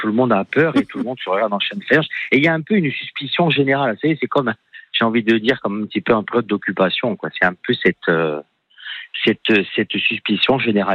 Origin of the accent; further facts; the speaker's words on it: Bastia, Corsica, France; l'inspecteur général arrive chez nous à Bastia